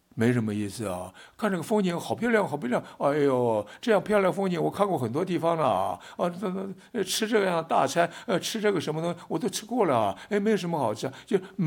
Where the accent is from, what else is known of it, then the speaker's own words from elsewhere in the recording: Taiwan; 我们在台湾打高尔夫球很贵